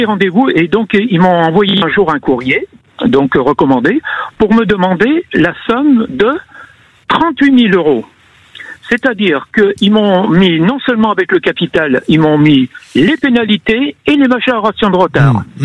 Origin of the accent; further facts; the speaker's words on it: Auvergne-Rhône-Alpes, France; il n'y avait pas longtemps que j'avais changé de région puisque je viens de la Savoie